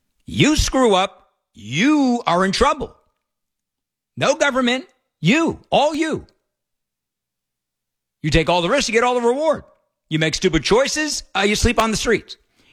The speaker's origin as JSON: {"language": "English", "country": "United States"}